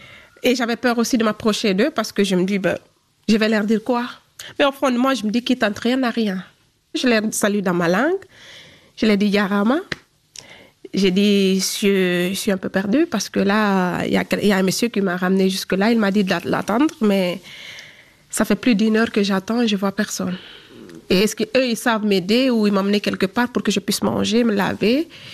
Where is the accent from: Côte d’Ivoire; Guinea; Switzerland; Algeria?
Guinea